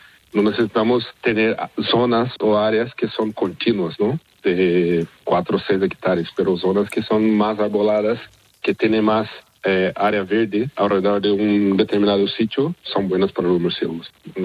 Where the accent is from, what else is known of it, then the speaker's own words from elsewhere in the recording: Brazil; Spanish is a second language; Yo estaba en máster en Brasil, yo soy brasileño. Ahí, en el laboratorio que estaba en la Universidad de Rio de Janeiro